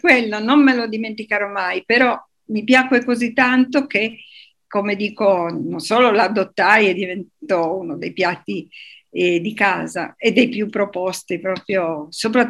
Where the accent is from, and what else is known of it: Turin, Piedmont, Italy